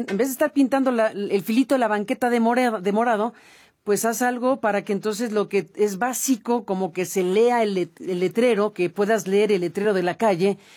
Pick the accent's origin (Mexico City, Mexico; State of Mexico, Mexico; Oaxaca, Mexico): Mexico City, Mexico; Y hay cosas, déjame cerrar, hay cosas que los capitalinos observamos a lo largo del tiempo.